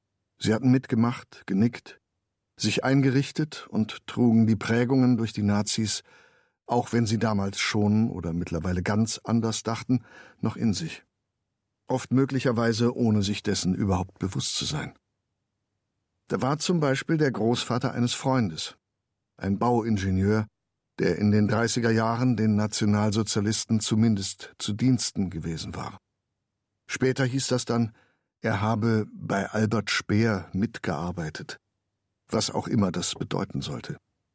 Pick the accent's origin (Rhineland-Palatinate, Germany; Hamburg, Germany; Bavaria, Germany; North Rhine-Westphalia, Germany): North Rhine-Westphalia, Germany; Bonn; Wenn ich an meine Kindheit in Bonn denke, dann war ich mit meinen Eltern, die im Widerstand gewesen waren, fast ein Einzelfall.